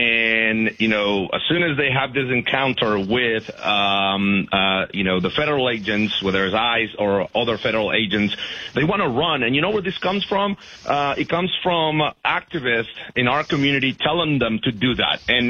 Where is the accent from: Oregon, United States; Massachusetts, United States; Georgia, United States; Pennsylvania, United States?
Georgia, United States; born or raised there